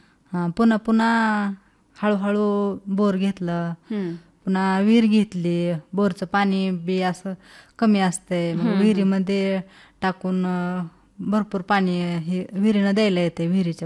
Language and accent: Marathi; Maharashtra, India; moved away as an adult; now in Nipani, Kalamb, Dharashiv, India; माझं माहेर जागजे आहे आणि आहे माहेरी शेती आहे.